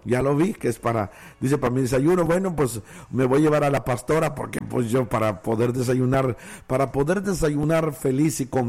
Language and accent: Spanish; Peña Colorada, Mexico; Yo soy de la Peña Colorada, entonces me da pena estar pidiendo